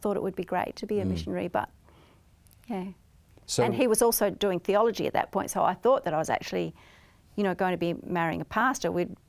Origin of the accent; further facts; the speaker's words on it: Western Australia, Australia; born there; also born or lived in New Zealand; And so my childhood that I mostly remember was spent in WA.